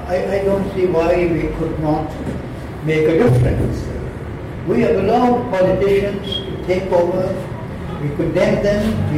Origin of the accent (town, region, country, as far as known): Kenya; moved away as an adult